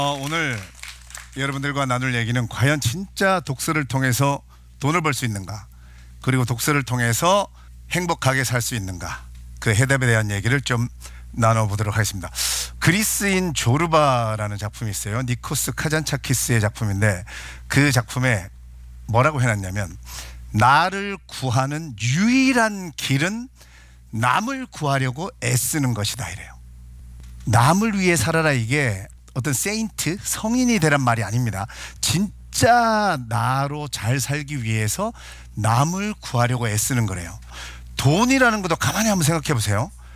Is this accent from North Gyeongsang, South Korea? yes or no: yes; Sangju, North Gyeongsang, South Korea; moved away; 제 고향이 경북 상주예요.